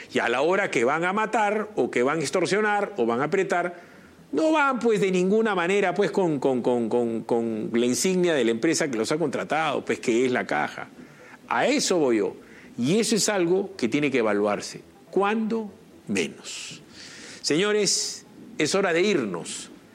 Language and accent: Spanish; Lima, Peru; en Lima somos 14 millones limeños y hay 1,000,000 y pico de motos.